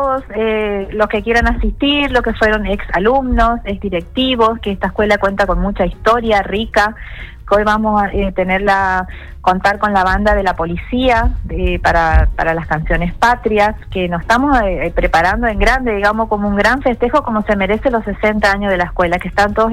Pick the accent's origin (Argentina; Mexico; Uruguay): Argentina; Las Palmas; Sí, soy de acá, de Las Palmas. Vivo a 3-4 cuadras de la escuela.